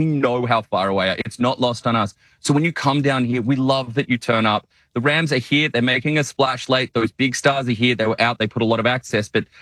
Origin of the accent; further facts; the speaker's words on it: Sydney, New South Wales, Australia; And look, I'm not a Melbournean. I come from New South Wales. I'm a Sydney sider, true and true.